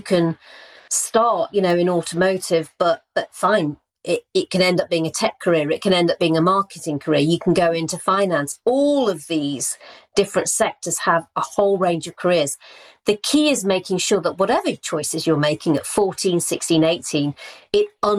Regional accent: Rotherham, Yorkshire and the Humber, United Kingdom; I've always said I never met a lawyer growing up in Rotherham.

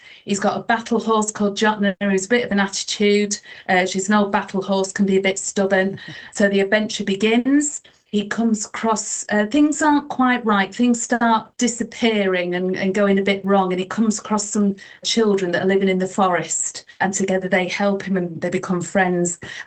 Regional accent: Grimsby, Yorkshire and the Humber, United Kingdom; My hometown is Grimsby, you know, which is Grimm's town

